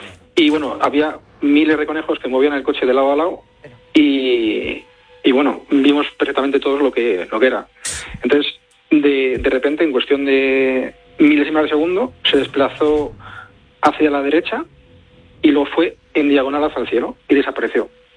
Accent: Madrid, Community of Madrid, Spain; Pues mire, yo tengo 46 años, soy de Madrid.

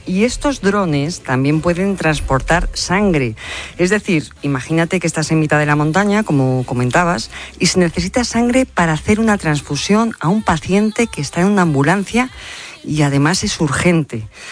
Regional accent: Roa, Castile and León, Spain; en mi pueblo en Roa, en Burgos

